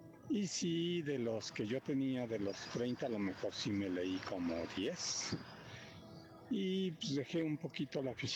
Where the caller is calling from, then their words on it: Puebla, Mexico; de Puebla.